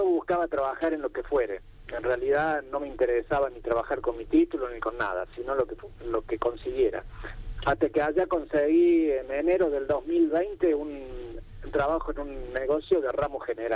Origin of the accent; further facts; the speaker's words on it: Río Tercero, Córdoba, Argentina; moved away as an adult; also born or lived in Chilecito, La Rioja / Cruz del Eje; now in Villa de Soto, Argentina; Mira, en realidad yo soy originario de Río Tercero. Bueno, allá me crié y estudié. Y bueno, allí viví con mis padres.